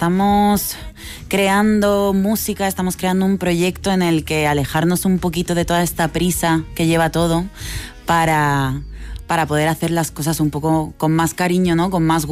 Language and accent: Spanish; Madrid, Community of Madrid, Spain; Yo nací en Madrid, pero estuve en un colegio francés.